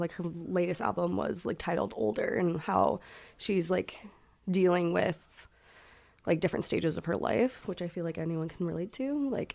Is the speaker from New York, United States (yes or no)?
no; North Dakota, United States; I grew up in North Dakota, so like all of my first like concerts I went to were country concerts because those are the people that come to like a rural red state.